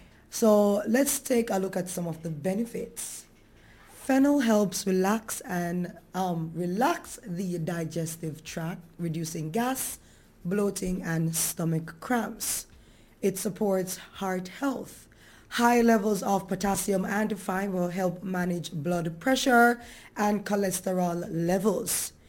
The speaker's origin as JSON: {"language": "English", "country": "Jamaica", "said": "But I don't think us as Jamaican"}